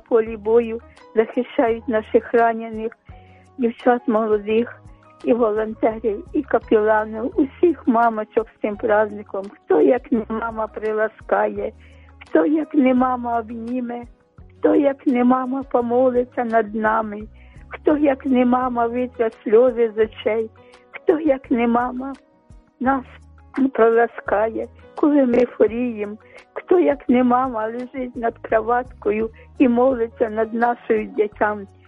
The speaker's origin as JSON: {"language": "Ukrainian", "region": "Kyiv", "country": "Ukraine", "said": "я з Оболоні, з Києва."}